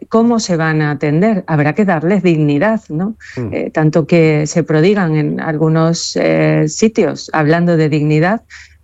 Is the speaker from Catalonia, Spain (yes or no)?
no; Ceuta, Spain; Los primeros afectados somos los ceutíes